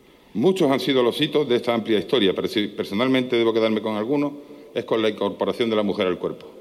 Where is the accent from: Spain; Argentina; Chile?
Spain; lo digo como español de a pie.